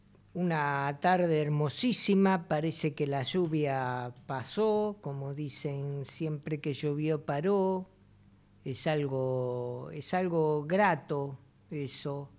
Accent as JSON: {"language": "Spanish", "country": "Argentina", "said": "nosotros también somos argentinas."}